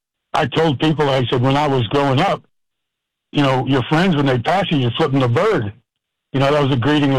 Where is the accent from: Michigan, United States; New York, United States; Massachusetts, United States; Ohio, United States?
Massachusetts, United States; moved away; I'm from Massachusetts.